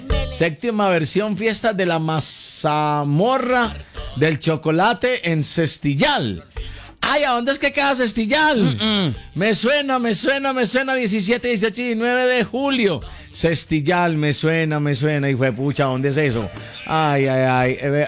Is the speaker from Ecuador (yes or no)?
no; Gómez Plata, Antioquia, Colombia; Yo soy de Gómez Plata